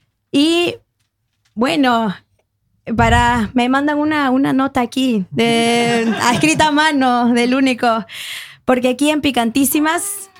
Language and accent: Spanish; Peru; como buena peruana huevada y media a veces yo pongo el programa